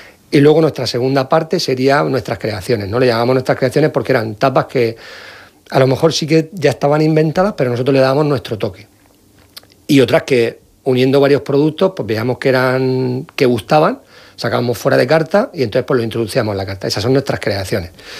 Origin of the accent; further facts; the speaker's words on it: Valencian Community, Spain; momento veníamos mucho por Murcia, aunque somos de la Vega Baja, de la zona de Alicante, pero veníamos mucho a Murcia.